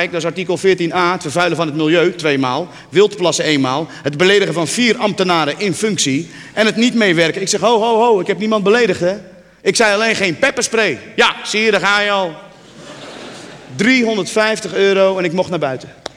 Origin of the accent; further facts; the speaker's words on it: Morocco; ik ben gewoon een Marokkaan die heel goed Nederlands kan praten